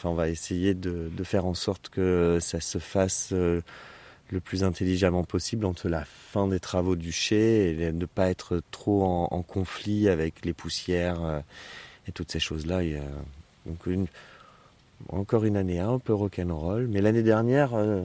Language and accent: French; Provence-Alpes-Côte d'Azur, France; now in Bay of Mont-Saint-Michel, France; Je suis originaire du Var, qui n'a rien à voir